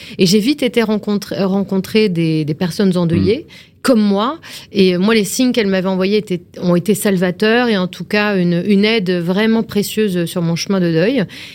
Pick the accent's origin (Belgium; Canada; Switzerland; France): France; Normandy; moved away; also born or lived in Brittany; Je viens de la Normandie. Je suis normando-bretonne. J'y tiens.